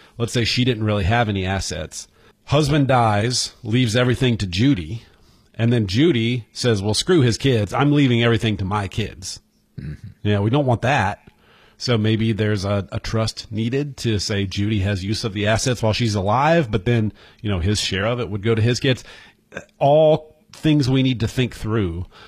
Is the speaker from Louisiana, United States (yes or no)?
no; North Carolina, United States; he found out I was from North Carolina, and he immediately started talking about Andy Griffith.